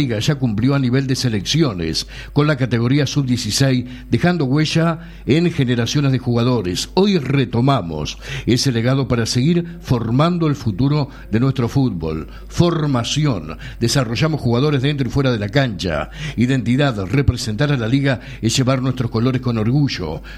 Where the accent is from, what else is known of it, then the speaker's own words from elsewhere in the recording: Salto, Uruguay; En definitiva, todos somos salteños.